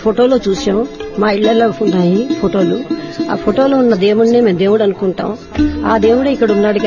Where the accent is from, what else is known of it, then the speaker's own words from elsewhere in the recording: Mallik Pada, Odisha, India; నేను ఒరిస్సాలో మల్లిక్ పడా నుంచి వచ్చాను.